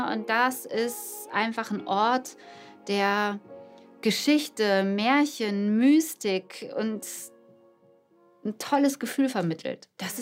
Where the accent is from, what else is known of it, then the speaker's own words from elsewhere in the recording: North Rhine-Westphalia, Germany; Ich komme ja aus dem Pott